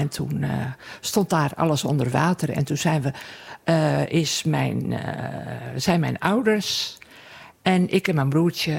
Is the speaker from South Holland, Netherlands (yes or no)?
yes; Sliedrecht, South Holland, Netherlands; also born or lived in Bleskensgraaf; now in Oudewater, Netherlands; het is onder Rotterdam, Dordrecht. Het is meer richting Dordrecht, Sliedrecht. En ik ben in Sliedrecht dan opgegroeid, maar in Bleskensgraaf heb ik de watersnood meegemaakt.